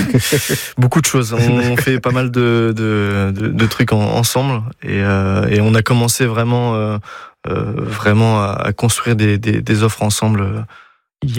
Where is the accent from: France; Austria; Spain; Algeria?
France; Dinan, Brittany; also born or lived in Rennes; j'ai commencé à faire mes études à Rennes parce que je viens de Dinan à la base.